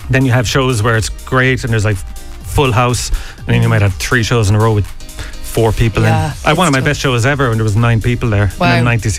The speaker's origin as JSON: {"language": "English", "town": "Tralee", "region": "Munster", "country": "Ireland", "tie": "born there", "moved": "yes", "said": "I'm from Kerry."}